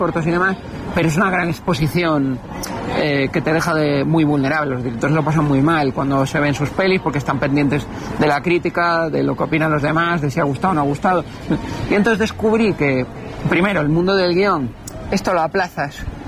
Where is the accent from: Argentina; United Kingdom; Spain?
Spain; Canary Islands; born there; yo vengo a ser gallego, gallego, gallego. Eso a mi madre le partía el corazón. Porque yo nací en Canarias, tú eres canario.